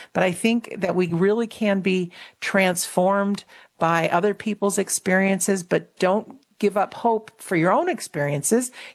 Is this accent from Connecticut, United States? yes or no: yes; Connecticut, United States; also born or lived in Minnesota; now in Rhode Island, United States; But I grew up in Connecticut, born in Minneso